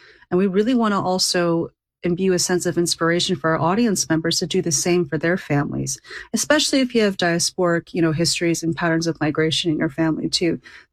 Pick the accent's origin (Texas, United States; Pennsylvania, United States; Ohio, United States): Texas, United States; Sugar Land; born or raised there; now in New York, United States